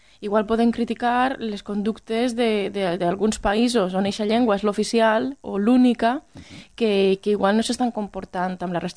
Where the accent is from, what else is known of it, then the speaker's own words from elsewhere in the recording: Valencian Community, Spain; accent: Valencian; first language Valencian; Jo parlo valencià en Londres perquè m'he trobat a valencià. Això vol dir que la meva llengua no aprofita?